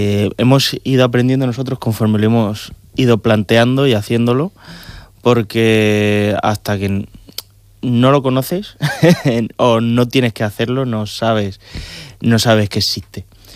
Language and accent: Spanish; Jumilla, Region of Murcia, Spain; la Concejalía de Igualdad de Jumilla, que es mi pueblo